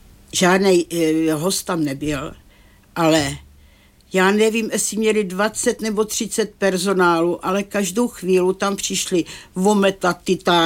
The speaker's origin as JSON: {"language": "Czech", "town": "Hradec Králové", "region": "Hradec Králové Region", "country": "Czechia", "moved": "as an adult", "lives_now": "Turnov, Czechia", "said": "Já pocházím z Hradce Králové."}